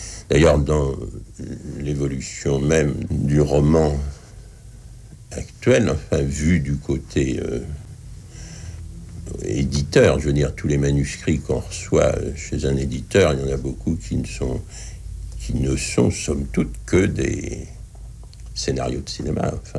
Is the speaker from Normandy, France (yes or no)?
yes; Le Havre, Normandy, France; born or raised there